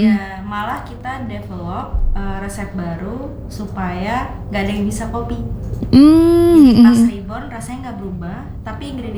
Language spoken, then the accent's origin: Indonesian; Tangerang, Banten, Indonesia; aku sebenarnya orang Karawaci.